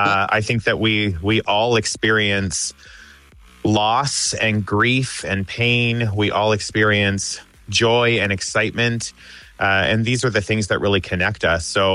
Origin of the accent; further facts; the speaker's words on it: Alberta, Canada; now in Toronto, Canada; Currently, I'm based in Toronto, but I'm actually back in my hometown in Alberta right now, visiting family.